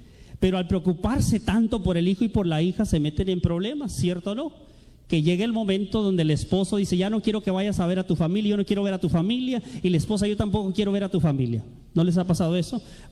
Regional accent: Tijuana, Baja California, Mexico; born there; Yo nací aquí en Tijuana

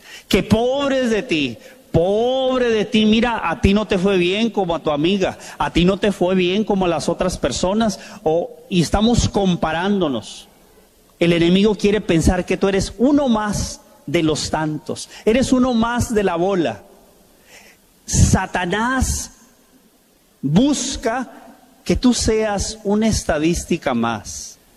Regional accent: Tijuana, Baja California, Mexico; born there; also born or lived in Los Angeles, United States; Crecí solo ahí en Tijuana y en Los Ángeles, solo con mi mamá

